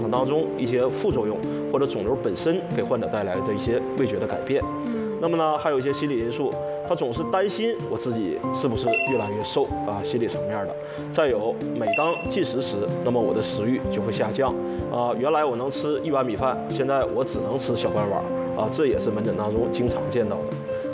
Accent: Northeast China, China; 我们东北人啊喜欢交友啊，喜欢喝酒，

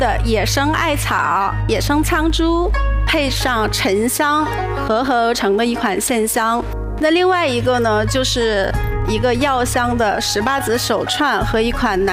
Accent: Kuancheng, Hebei, China; 我们宽城县，就是我的老家

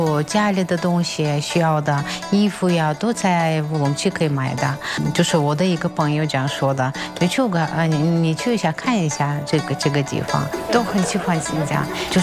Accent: Novosibirsk, Novosibirsk Oblast, Russia; Chinese is a second language; moved away as an adult; now in Karamay, China; 在这边工作了已经六年了。我是俄罗斯人，我来自新西伯利亚。

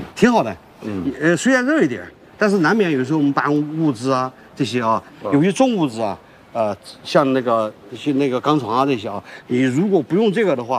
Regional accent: Sichuan, China; 我是四川的，啊，低海拔上来的

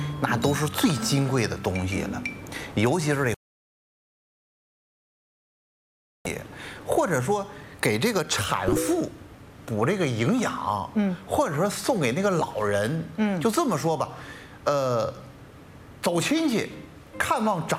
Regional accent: Xuzhou, Jiangsu, China; 大家好，

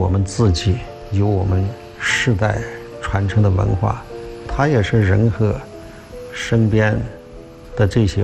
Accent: Xinjiang, China; moved away as an adult; 其实小时候觉得自己家乡是很小的，就小到每天早晨的太阳就从你家东边的柴垛后面升起，黄昏落日就落在你家的西边的泥巴墙后面。

